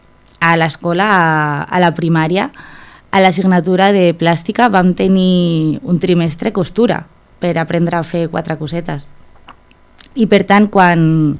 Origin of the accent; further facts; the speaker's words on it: Madrid, Community of Madrid, Spain; Catalan is a second language; also born or lived in Valladolid / Barcelona; now in Argentona, Spain; Jo sóc de Madrid, vaig viure molt temps de la meva vida a Valladolid i bueno, vaig fer un Erasmus a Itàlia